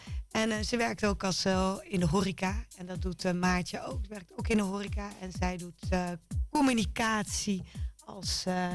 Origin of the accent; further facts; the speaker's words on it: Rotterdam, South Holland, Netherlands; born there; now in Dongen, Netherlands; Geboren in Rotterdam, de Tuindorp Vreewijk. En ja, alweer lang geleden voor de liefde hier naartoe gekomen. Tenminste naar Dongen.